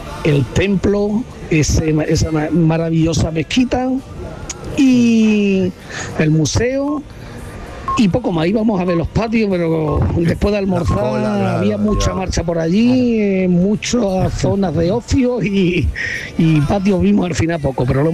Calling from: Valverde del Camino, Andalusia, Spain; de Valverde del Camino, en la ciudad de los votos

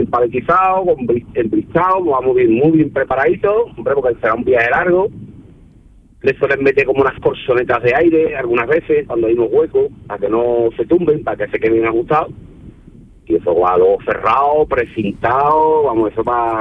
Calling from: Jerez de la Frontera, Andalusia, Spain; yo soy de Jerez de la Frontera, sí. De Cádiz, de aquí.

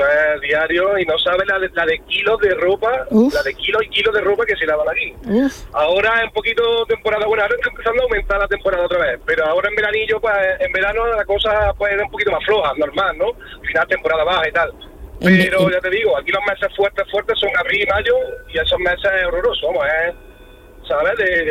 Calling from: Posadas, Andalusia, Spain; Yo trabajo en una lavandería industrial aquí en Posadas, en un pueblo de Córdoba.

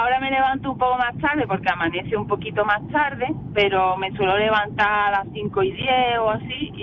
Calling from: Dos Hermanas, Andalusia, Spain; Yo soy de Los Hermanas.

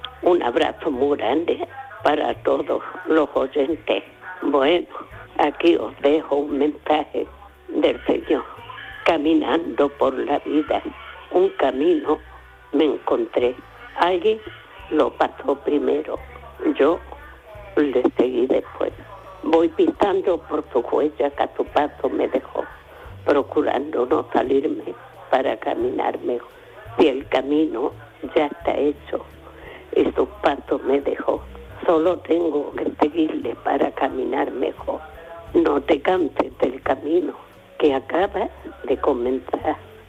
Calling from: Algeciras, Andalusia, Spain; de Algeciras

